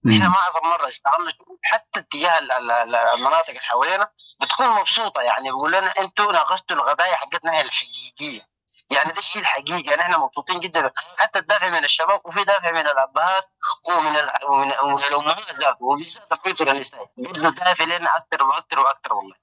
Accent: Sudan

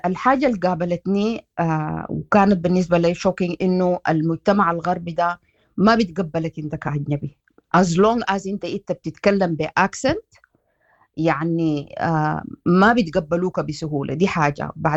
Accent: Sudan; moved away as an adult; now in Netherlands; والمجتمع عموما يعني هنا عندهم زي عندنا في السودان

